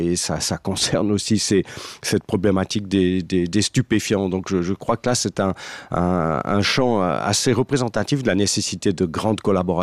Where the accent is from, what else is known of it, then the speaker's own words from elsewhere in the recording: Valais, Switzerland; On a eu en Valais, je suis valaisan